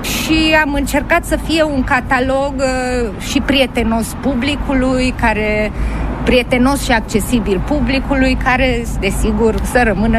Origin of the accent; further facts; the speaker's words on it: Timișoara, Timiș County, Romania; Sunt și ca timișoreancă